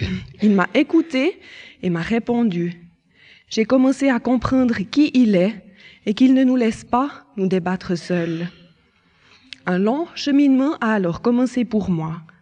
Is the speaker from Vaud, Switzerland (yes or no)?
yes; Lausanne, Vaud, Switzerland; born there; Je suis née à Lausanne et j'ai été baptisée dans la foi catholique. En famille, nous allions tous les dimanches à la messe. L'église, la religion ont donc tenu une place importante dans mon enfance.